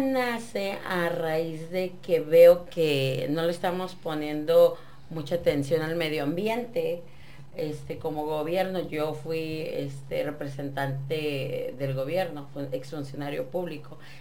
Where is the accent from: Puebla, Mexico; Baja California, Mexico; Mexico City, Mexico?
Baja California, Mexico; Tijuana; Colonia Sánchez Taguada